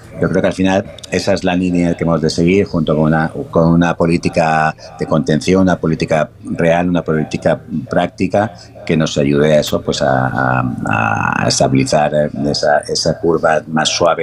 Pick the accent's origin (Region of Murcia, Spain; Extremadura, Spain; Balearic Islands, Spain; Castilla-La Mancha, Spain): Balearic Islands, Spain; Estellencs; Yo vengo también de la Sierra Tramuntana, un pueblecito más al sur que de donde estáis, Estellencs